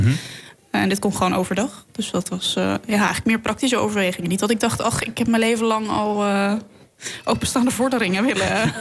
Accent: Drenthe, Netherlands; moved away as an adult; also born or lived in Amsterdam; now in Lelystad, Netherlands; Ik ben inderdaad opgegroeid in Drenthe. Toen ben ik gaan studeren in Amsterdam.

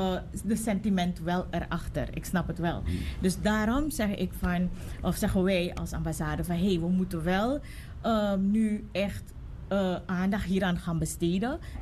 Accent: Suriname; ja, ik ben Surinamer, dus ik kan Sranang Tongo praten.

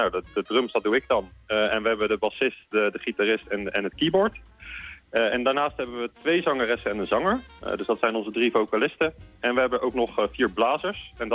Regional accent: Leiden, South Holland, Netherlands; Nee, we komen uit de regio. Ja. En we komen de meeste van ons komen uit Leiden. Dus we komen niet uit Alphen zelf.

